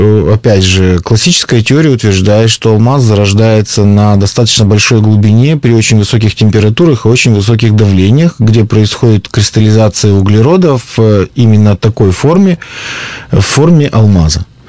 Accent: Perm, Perm Krai, Russia; я родился и вырос в Перми. Я, можно сказать, патриот Пермского края.

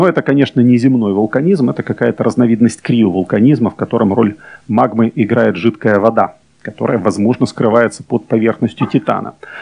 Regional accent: Ulyanovsk Oblast, Russia; Я из Ульяновской области, поэтому мне это важно.

